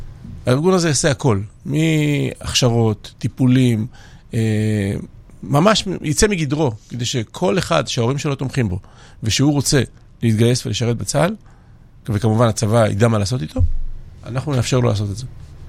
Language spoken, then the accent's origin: Hebrew; Georgia; now in Israel; טוב, אז בתור ילד בגיאורגיה, לפני שעליתי לארץ, הייתי תלמיד מצטיין.